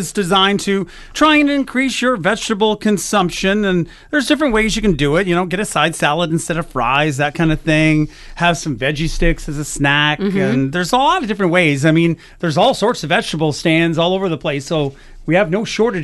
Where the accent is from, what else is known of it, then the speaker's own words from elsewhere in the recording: Ontario, Canada; when I was a kid growing up in Northern Ontario, limited growing season, we did have a garden